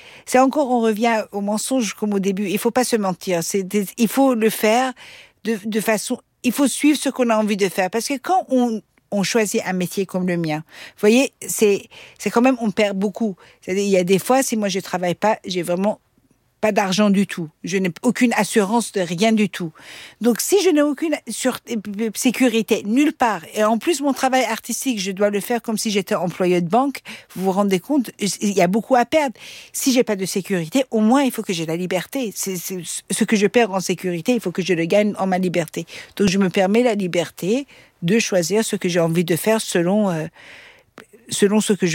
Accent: Austria; first language Persian; French is a second language; Je parlais le persan, mes parents ils m'ont mis dans une école francophone, après j'ai grandi en Autriche.

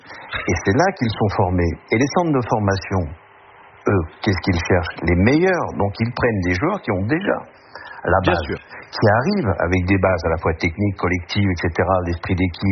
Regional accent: Île-de-France, France; Chaque week-end, chez nous, en Ile-de-France, ressemble à des championnats de France de jeunes.

